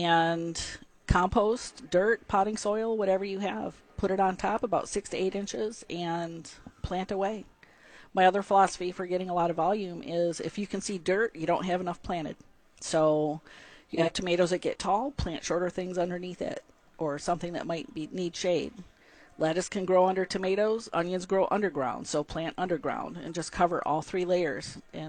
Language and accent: English; Saginaw, Michigan, United States; moved away; also born or lived in Virginia; So I've been I'll say back in the Tri-Cities area for the last year. I'm from Saginaw originally, but have lived away for about 30 years. And at my last home in Virginia